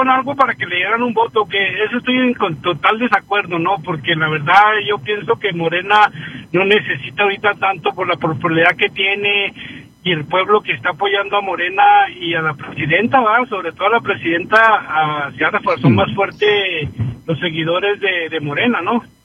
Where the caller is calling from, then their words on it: Mexico; como mexicanos